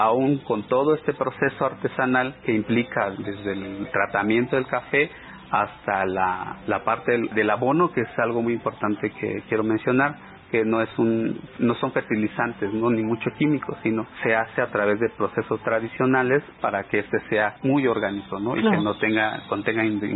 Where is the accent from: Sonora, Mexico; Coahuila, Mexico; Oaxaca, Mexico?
Oaxaca, Mexico; Tanetze de Zaragoza; provengo de la comunidad de Tanets de Zaragoza, el lugar y en donde producimos y vivimos con el café.